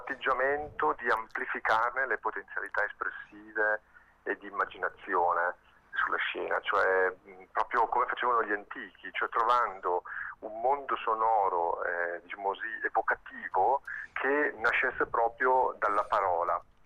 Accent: Brescia, Lombardy, Italy; c'è anche la coreografa che è di Brescia, e quindi una parte di questi, diciamo, del cast produttivo è della nostra città

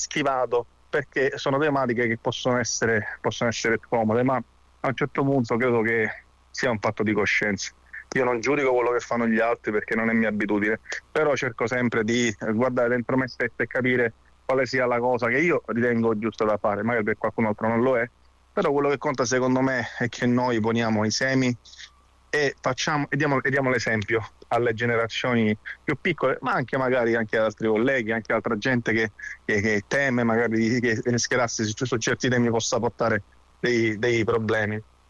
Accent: Messina, Sicily, Italy; io sono di Messina

